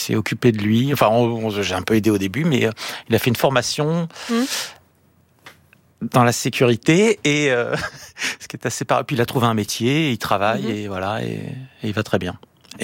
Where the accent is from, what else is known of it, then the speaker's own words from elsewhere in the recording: Corsica, France; quand j'étais petit en Corse.